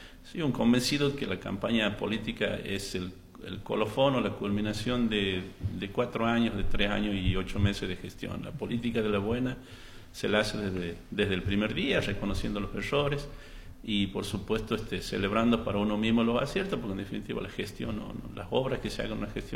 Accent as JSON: {"language": "Spanish", "town": "Tintina", "region": "Santiago del Estero", "country": "Argentina", "said": "muchos jóvenes de mi pueblo"}